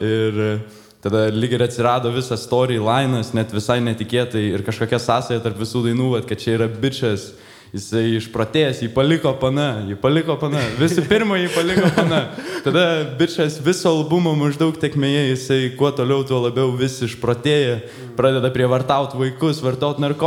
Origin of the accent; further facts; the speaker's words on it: Vilnius, Vilnius County, Lithuania; visi esam iš Vilniaus